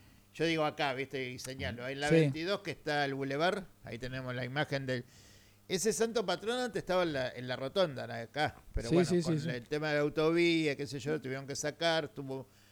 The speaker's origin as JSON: {"language": "Spanish", "region": "Buenos Aires", "country": "Argentina", "said": "Soy porteño."}